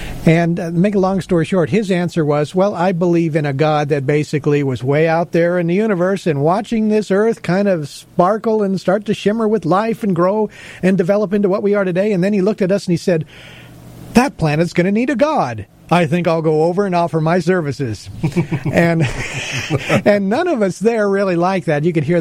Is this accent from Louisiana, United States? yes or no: no; Los Angeles, California, United States; But anyway, I was raised in Los Angeles and a very secular area of this world, you may know.